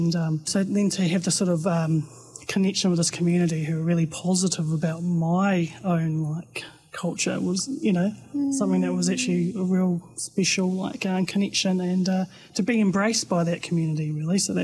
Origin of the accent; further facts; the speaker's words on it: Wellington, New Zealand; now in Dunedin, New Zealand; But I said nō pōneki aho, so I was born and raised in Wellington. But yeah, I've been in Otipoti for, I'll be over 9 years now.